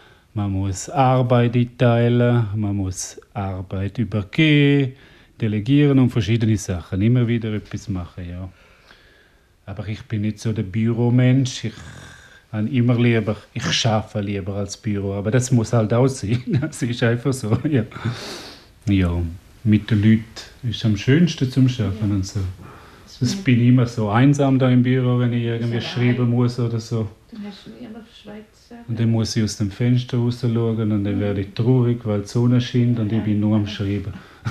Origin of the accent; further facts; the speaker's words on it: Graubünden, Switzerland; first language Romansh; German is a second language; now in Zürich, Switzerland; Vielleicht merkt man noch, ich bin ein Bündner. Bin in Graubünden aufgewachsen. Meine Muttersprache ist Rätoromanisch. Das ist so. Ja. Bin aber seit knapp 23 Jahre hier in Zürich.